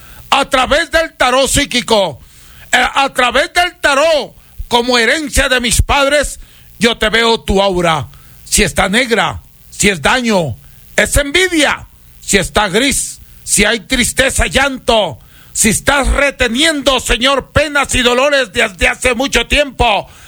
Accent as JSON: {"language": "Spanish", "town": "Huancabamba", "region": "Piura", "country": "Peru", "moved": "yes", "lives_now": "Salcedo, Ecuador", "said": "Y yo le curo desde mi tierra, Huancabamba, Perú, tierra de grandes curanderos, donde yo aprendí este trabajo. Yo no estoy de paso. Yo tengo una casa de familia. Yo ya resido en Salcedo."}